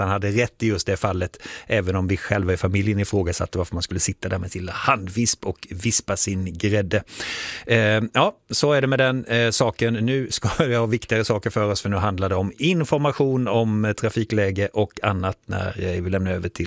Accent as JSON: {"language": "Swedish", "region": "Småland", "country": "Sweden", "tie": "born there", "moved": "yes", "said": "jag är ju smålänning från början"}